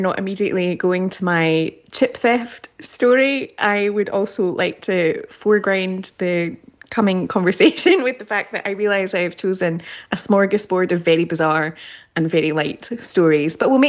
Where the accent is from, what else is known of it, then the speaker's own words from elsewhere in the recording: Australia; moved away; I grew up in Australia and in a country town.